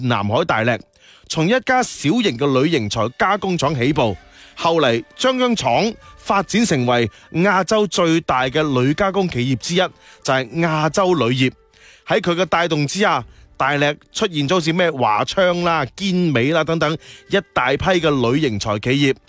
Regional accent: Guangdong, China; 西樵山是我们广东有名的风景名胜

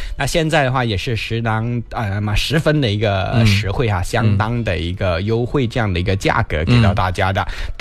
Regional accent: Guangdong, China; 对我们广东人叫阿叉哈

